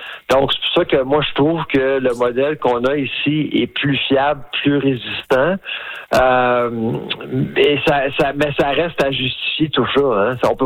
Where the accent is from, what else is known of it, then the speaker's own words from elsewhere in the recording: Saskatchewan, Canada; que ce soit chez nous, en Saskatchewan